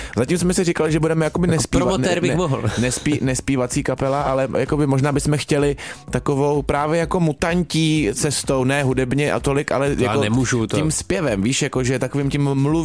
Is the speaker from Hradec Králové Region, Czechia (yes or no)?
no; Ostrava, Moravian-Silesian Region, Czechia; Jako Ostráva. My jsme oba dva z Ostravy.